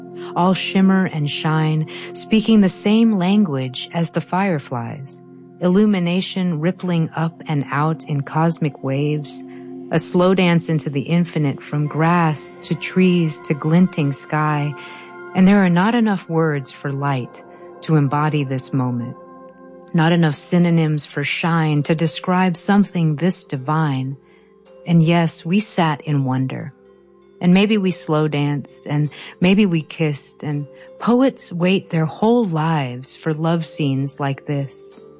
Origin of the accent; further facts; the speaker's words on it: Houston, Texas, United States; also born or lived in Bangkok; now in Arkansas, United States; I was born in Bangkok and raised in Houston in a concrete jungle. And before moving to Arkansas, I was scared of the dark.